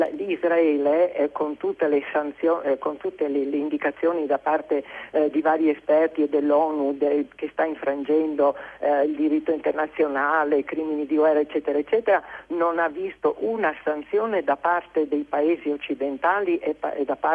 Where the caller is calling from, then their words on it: Trieste, Friuli-Venezia Giulia, Italy; da Trieste.